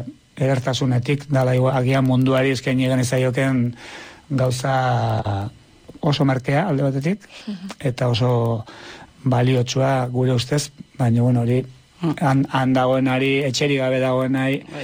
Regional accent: Tolosa, Basque Country, Spain; ni Tolosarra naiz

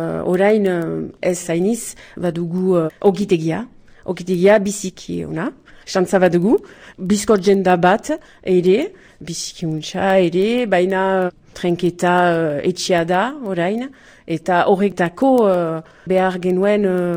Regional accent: Nouvelle-Aquitaine, France; Beti danik egon niz hemen. Luxon, nire herria da, aurra da.

